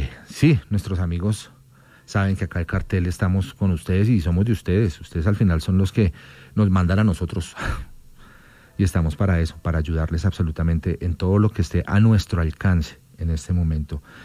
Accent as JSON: {"language": "Spanish", "country": "Colombia", "said": "somos colombianos, amigos, colombianos."}